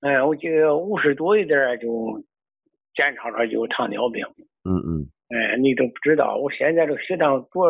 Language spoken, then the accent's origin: Chinese; Handan, Hebei, China; 我是河北邯郸的，我老家吧，本来就是个农村的